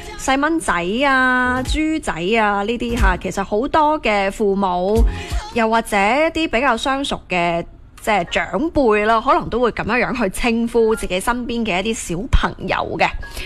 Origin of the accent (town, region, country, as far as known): Guangdong, China